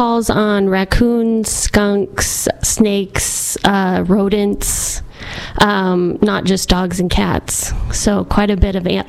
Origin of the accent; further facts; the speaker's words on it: Wyoming, United States; moved away as an adult; now in Dalhart, United States; I'm from Wyoming originally. And my husband served in the military for 10 years, so we traveled a little bit, and then he joined the railroad, and that's how we came to Dalhart.